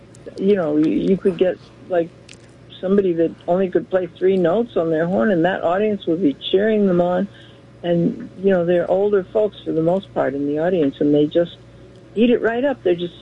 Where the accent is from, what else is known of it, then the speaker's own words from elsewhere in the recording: Boston, Massachusetts, United States; moved away as an adult; now in New York, United States; I'm a Bostonian, but I transplanted over here in 1978.